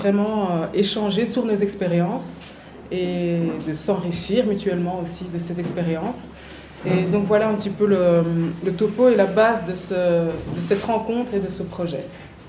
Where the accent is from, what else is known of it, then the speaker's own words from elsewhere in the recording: Brussels, Belgium; Donc, nous, on vient de Bruxelles. moi je suis chanteuse, musicienne